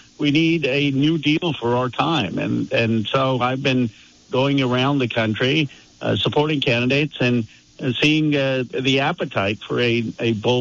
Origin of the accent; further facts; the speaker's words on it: Pennsylvania, United States; now in Silicon Valley, United States; the people I grew up with in Pennsylvania